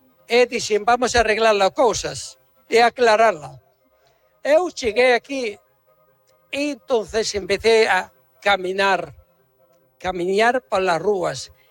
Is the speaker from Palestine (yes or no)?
yes; Palestine; Palestina es mi tierra, es una nací allí. Palestina es mi tierra. Repito, mi tierra está conmigo. Yo soy Palestina.